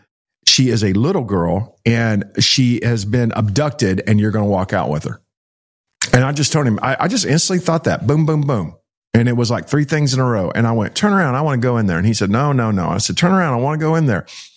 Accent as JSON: {"language": "English", "region": "Texas", "country": "United States", "said": "Like, hey, what's going on? I'm from Texas."}